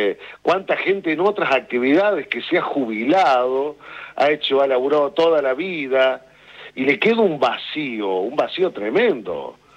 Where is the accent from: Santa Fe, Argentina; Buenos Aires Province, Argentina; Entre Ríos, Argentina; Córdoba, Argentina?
Córdoba, Argentina; Santa Eufemia; No, estoy en mi pueblo, en Santa Eufemia, siempre de temporada.